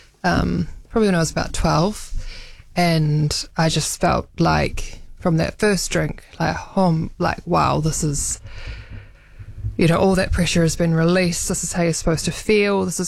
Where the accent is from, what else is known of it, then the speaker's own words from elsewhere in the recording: Christchurch, Canterbury, New Zealand; moved away as an adult; also born or lived in Dunedin; I was born in Christchurch, grew up in Christchurch, left after high school to study in Dunedin, and then sort of have lived in a few places since then.